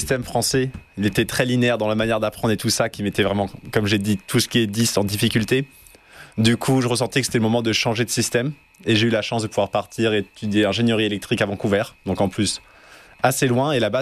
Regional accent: France; born there; Mon papa est autrichien. Et je suis né en France.

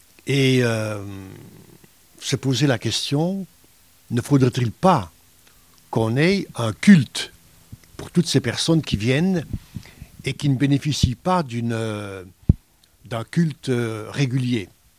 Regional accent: Liège, Wallonia, Belgium; J'ai grandi ici à Liège, en Belgique. Et nous avons ensemble commencé notre ministère en 1980. Donc j'ai 75 ans maintenant

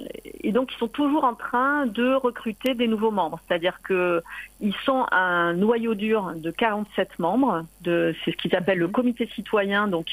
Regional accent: Marseille, Provence-Alpes-Côte d'Azur, France

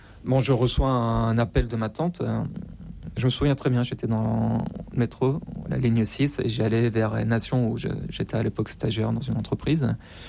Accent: Iran; moved away; Et voilà, je suis parti un peu comme un voleur. Sauf qu'entre-temps, quand j'ai quitté l'Iran, très vite, il y a eu le Covid.

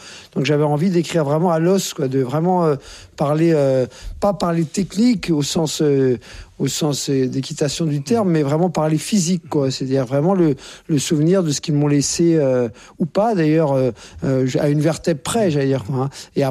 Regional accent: Courbevoie, Île-de-France, France; born there

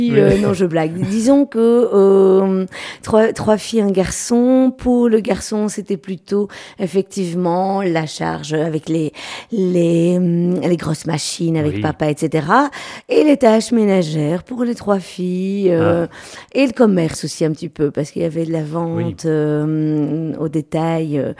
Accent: Charleroi, Wallonia, Belgium; Roux, en fait, j'ai été élevée à la ferme.

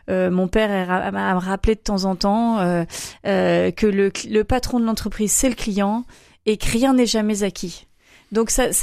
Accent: Saint-Malo, Brittany, France; born there; moved away as an adult; also born or lived in Angers / United States / England; je suis née à Saint-Malo.

